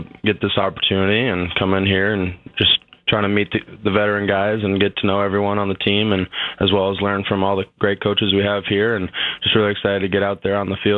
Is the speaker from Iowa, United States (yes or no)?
yes; Iowa Falls, Iowa, United States; just growing up in Iowa and being an Iowa fan